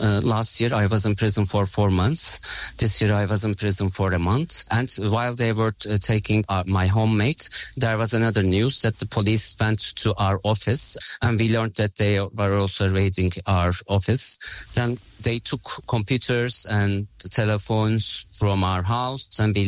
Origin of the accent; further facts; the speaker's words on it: Turkey; It saved my life, actually. When I was a kid, I felt really lonely.